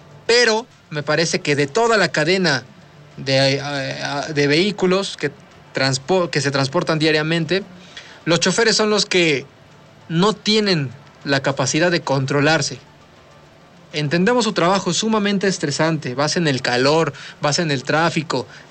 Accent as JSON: {"language": "Spanish", "region": "Puebla", "country": "Mexico", "said": "tenemos que aprender a convivir vialmente, porque de verdad, como poblanos, manejamos pésimo, horroroso."}